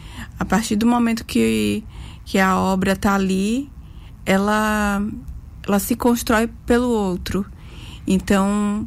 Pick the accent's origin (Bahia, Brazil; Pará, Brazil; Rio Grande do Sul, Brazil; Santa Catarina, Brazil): Bahia, Brazil; Jacobina; born there; now in Salvador, Brazil; a cidade onde eu nasci, Jacobina, e a cidade que eu moro e que há muitos anos me acolhe, que é Salvador.